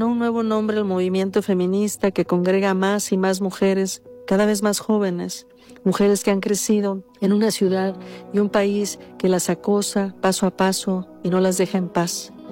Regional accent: Mexico; now in Houston, United States; yo me veo mexicana, soy mexicana y me veo como mexicana, no hay manera que pase por otra cosa

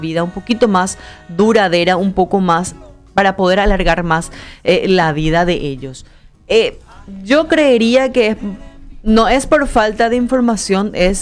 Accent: Paraguay; Nosotros como paraguayos no estamos todavía interiorizados lo que es salvar una vida.

